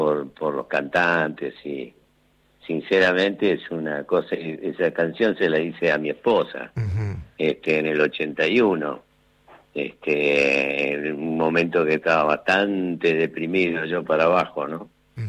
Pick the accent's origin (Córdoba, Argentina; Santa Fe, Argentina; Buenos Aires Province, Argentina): Buenos Aires Province, Argentina; Quilmes; also born or lived in Capitán Sarmiento; de donde yo viví de chico, después cuando me crié acá, cerca de Quilmes, en Don Bosco